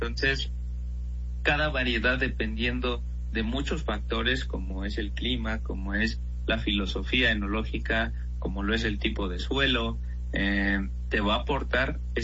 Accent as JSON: {"language": "Spanish", "country": "Mexico", "said": "nosotros como mexicanos, pues crecimos con una cultura en la cual tenemos frutas increíbles, flores, especias"}